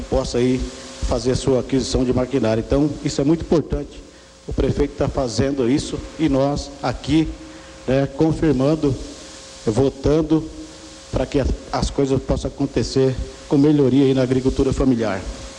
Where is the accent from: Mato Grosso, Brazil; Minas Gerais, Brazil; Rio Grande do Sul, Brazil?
Mato Grosso, Brazil; Nova Canaã do Norte; Eu tenho 9 anos, sou 9 anos mais velho do que Nova Canaã. Tenho 49 anos. Eu nasci em Nova Canaã. Então, a gente tem orgulho de ser um canaense, né? Nasci aqui. Quando eu nasci, Canaã nem existia, praticamente, né? Praticamente aí um ano. Então, eu sou filho de Nova Canaã